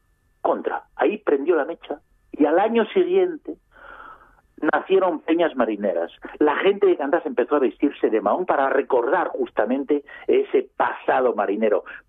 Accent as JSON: {"language": "Spanish", "country": "France", "tie": "born or raised there", "also_born_or_lived": "Paris / Asturias", "moved": "as an adult", "lives_now": "Spain", "said": "realmente 100% asturiano. El genotipo asturiano y el fenotipo, pues sí, el fenotipo es francés, porque el hecho de nacer, vivir y educarse en un país como Francia durante 20 años, pues influye en uno."}